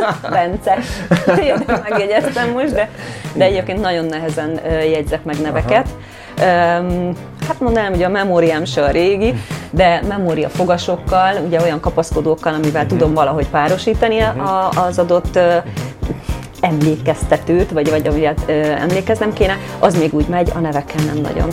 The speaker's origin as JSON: {"language": "Hungarian", "town": "Szeged", "region": "Csongrád-Csanád", "country": "Hungary", "lives_now": "Budapest, Hungary", "said": "Mert a névváltozás után nem sokkal egyébként Szegedről Budapestre költöztem, és itt már mindenki így ismert meg."}